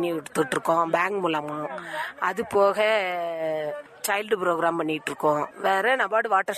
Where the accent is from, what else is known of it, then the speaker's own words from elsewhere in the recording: Udangudi, Tamil Nadu, India; என் சொந்த ஊர் native place வந்து உடன்குடி, திருச்செந்தூர் பக்கம்.